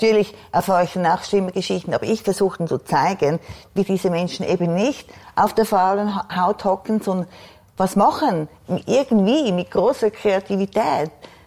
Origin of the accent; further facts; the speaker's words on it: Switzerland; moved away as an adult; also born or lived in South Africa; als Schweizer